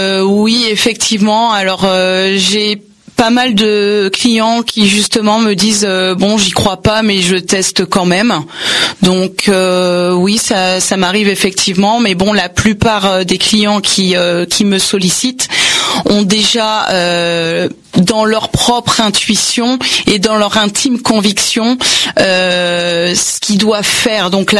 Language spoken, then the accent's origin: French; Angers, Pays de la Loire, France; born there; also born or lived in Montreal, Canada; Oui, je suis né à Angers